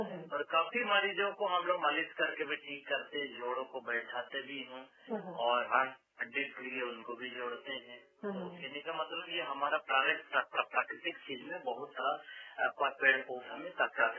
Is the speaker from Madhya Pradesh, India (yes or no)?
no; Chaibasa, Jharkhand, India